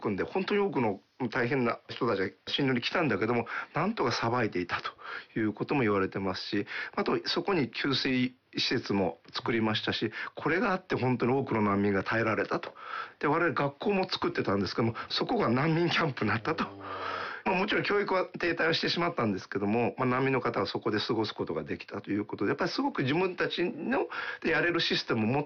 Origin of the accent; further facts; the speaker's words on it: Kitakyushu, Fukuoka, Japan; 地元の北九州市